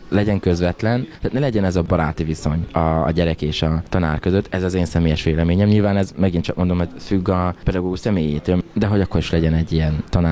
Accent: Kápolna, Heves, Hungary; Én Heves megyében, Kápolnán nőttem fel, egy zenész cigány családban, egy 7 gyermekes családban, én vagyok a 7.

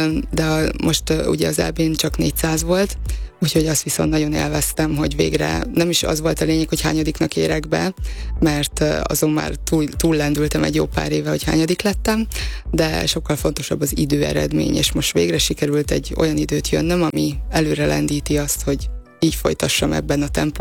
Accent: Herend, Veszprém County, Hungary; én minden érmemet Herenden, ahol felnőttem, ott mindig hazaviszem

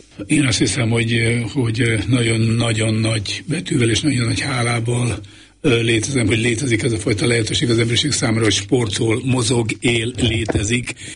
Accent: Miskolc, Borsod-Abaúj-Zemplén, Hungary; Hát én focit imádó családban nőttem föl. Eleve már Vasgyárban, Miskolcon születtem

